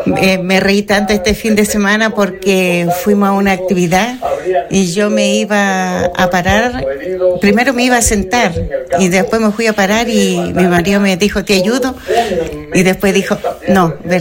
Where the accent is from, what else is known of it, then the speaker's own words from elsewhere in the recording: Combarbalá, Coquimbo, Chile; Yo soy de acá de Combarbalá.